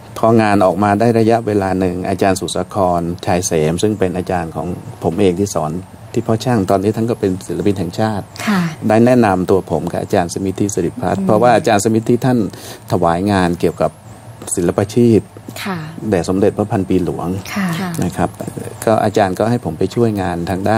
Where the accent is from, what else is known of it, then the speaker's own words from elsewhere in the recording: southern Isan, Thailand; moved away; ท่านบอกว่า … เธอลองกลับไปที่บ้านเกิดที่อีสานใต้นะครับ